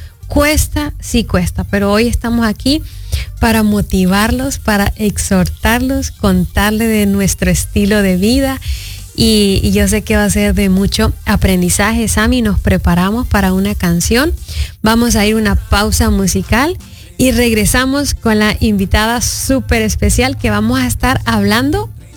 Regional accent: Honduras; moved away; yo soy de Honduras

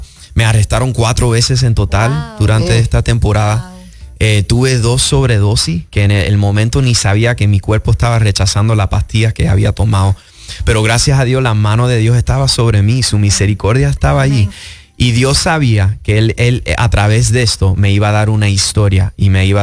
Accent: Miami, Florida, United States; yo me crié en la iglesia, gracias a Dios, padres cubanos, cristianos, iba a decir, pero también cubanos. Yo nací aquí en Miami y fui a una escuela cristiana.

